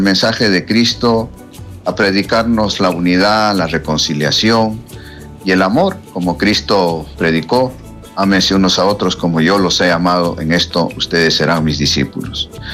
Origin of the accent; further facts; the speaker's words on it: Peru; demostrar al mundo quiénes somos los peruanos.